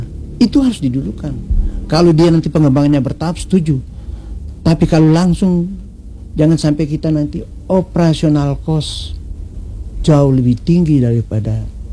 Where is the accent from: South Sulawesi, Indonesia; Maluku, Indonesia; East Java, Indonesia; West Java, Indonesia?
Maluku, Indonesia; Jadi kita orang Maluku bangga, itu konsep dari Maluku untuk Indonesia seperti itu.